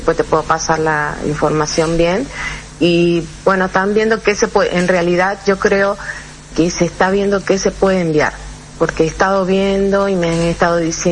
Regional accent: Venezuela; moved away; yo soy venezolana

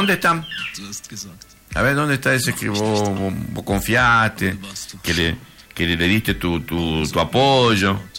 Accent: Argentina; como argentino, como futbolero

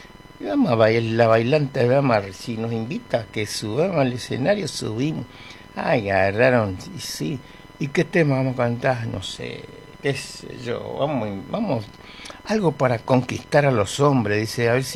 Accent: Presidencia de la Plaza, Chaco, Argentina; en mi pueblo, en Presidencia de la Plaza.

